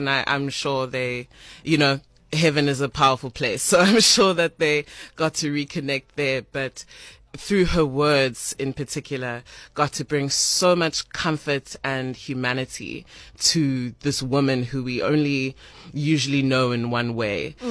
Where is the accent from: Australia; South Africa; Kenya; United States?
South Africa; Johannesburg, Gauteng; now in Cape Town, South Africa; Growing up in Jersey, it was such a understanding that Afrikaans was like a white man's language and that I could never access it, especially as a Zulu girl. But when I came to Cape Town